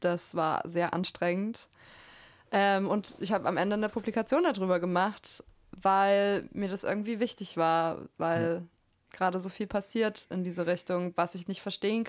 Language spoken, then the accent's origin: German; Thuringia, Germany; Ich komme aus Thüringen, ja.